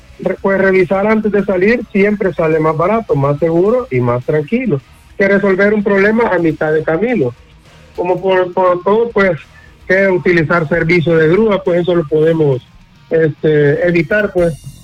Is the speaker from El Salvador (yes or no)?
yes; El Salvador